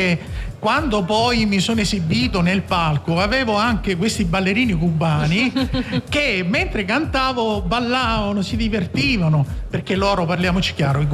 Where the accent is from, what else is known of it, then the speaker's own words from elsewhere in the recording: Reggio Calabria, Calabria, Italy; sono di Reggio Calabria